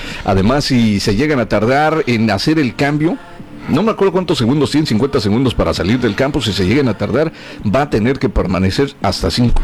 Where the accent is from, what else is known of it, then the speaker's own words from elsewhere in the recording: Mexico; somos mexicanos